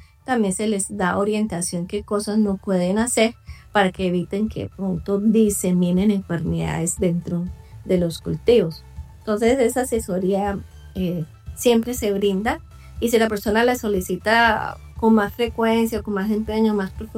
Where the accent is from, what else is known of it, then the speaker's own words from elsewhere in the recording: Cúcuta, Norte de Santander, Colombia; Yo estudié en la Universidad Francisco de Paula Santander en Cúcuta, soy cucuteña